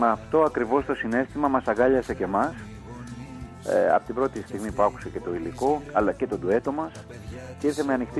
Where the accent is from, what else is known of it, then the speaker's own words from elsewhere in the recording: Greece; και οι προσλαμβάνωσεις που έχουμε και ως Έλληνες γενικότερα στα ακούσματά μας και η παράδοσή μας.